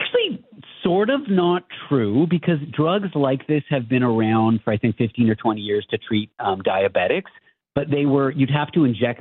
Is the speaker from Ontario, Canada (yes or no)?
yes; Toronto, Ontario, Canada; I'm from Toronto.